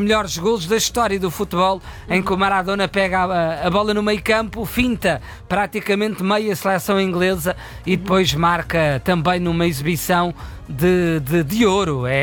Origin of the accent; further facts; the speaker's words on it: Portugal; nós, sendo portugueses